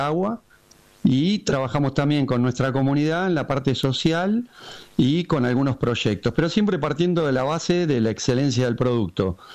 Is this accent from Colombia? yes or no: no; Argentina; esto es Argentina y somos argentinos, así que también agradecido desde ese lugar.